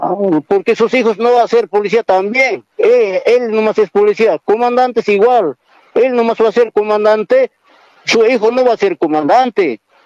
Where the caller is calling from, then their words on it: Cochabamba, Bolivia; Estoy llamando de Federación Carrasco.